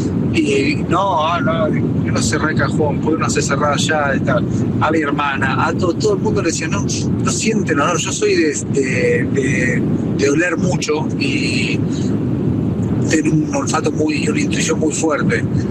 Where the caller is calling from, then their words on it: Funes, Santa Fe, Argentina; Mira, estoy volviendo de Ezeiza, dejé a mi familia y volviendo para Funes, Santa Fe.